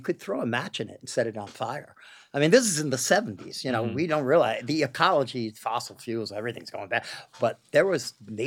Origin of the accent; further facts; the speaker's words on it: New Jersey, United States; I grew up in New Jersey.